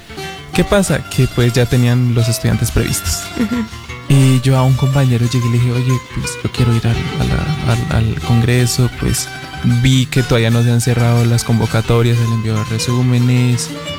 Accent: Santander, Colombia; moved away as an adult; como colombianos, o sea, no era el único colombiano

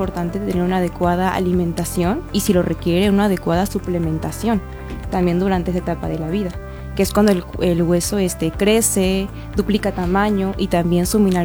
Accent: Zimapán, Hidalgo, Mexico; yo soy de Zimapán. Estudié en la Universidad Autónoma, igual, en Pachuca, en ICSA. Entonces ya me gradué hace unos 3 años y desde entonces pues he estado dando consultas aquí en Zimapán.

